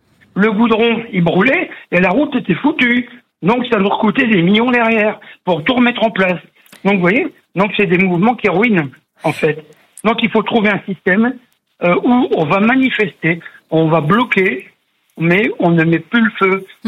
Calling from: Templeuve-en-Pévèle, Hauts-de-France, France; Temple en Pévèle.

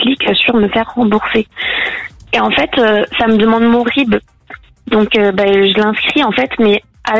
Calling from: Toulouse, Occitanie, France; Je viens de Toulouse

